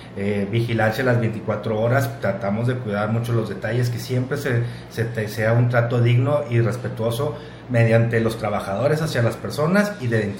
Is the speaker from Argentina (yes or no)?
no; Monterrey, Nuevo León, Mexico; moved away as an adult; now in Múzquiz, Mexico; Yo soy de Monterrey, Nuevo León.